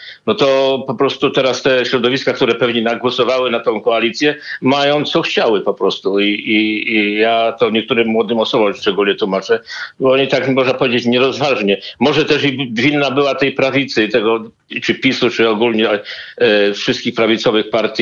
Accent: Greater Poland Voivodeship, Poland; jak kuzyn mojej mamy przebadał to nawet od 1600 któregoś roku w okolicach Poznania, także jestem stąd, także naprawdę mogę, mam takie odczucie.

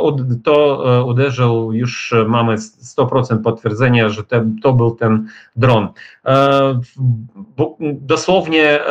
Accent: Ukraine; now in Kyiv, Ukraine

